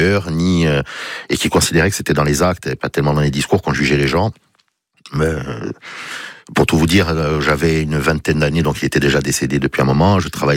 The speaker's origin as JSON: {"language": "French", "town": "Bastia", "region": "Corsica", "country": "France", "tie": "born or raised there", "said": "Je parle souvent de Bastia, et je suis bastiais, j'ai été élevé à Bastia"}